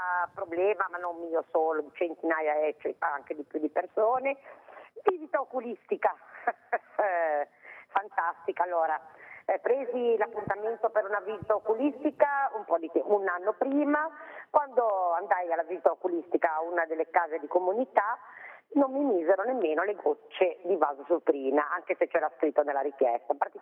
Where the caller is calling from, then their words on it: Genoa, Liguria, Italy; noi siamo di Pra